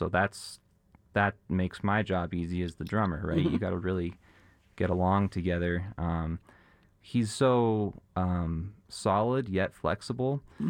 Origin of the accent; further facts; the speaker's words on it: Canada; I'm gonna call it Hattrick because I'm from Canada, so it's like the hockey reference.